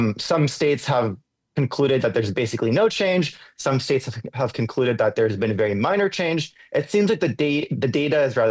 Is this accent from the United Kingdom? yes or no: no; Israel; now in Washington, D.C., United States; I'm originally from Israel, but these days I reside in Washington, D.C., where I attend Georgetown University to study political theory and democracy.